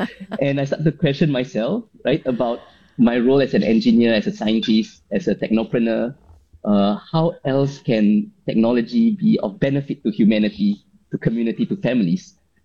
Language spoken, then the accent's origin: English; Singapore; as a Singaporean engineer overseas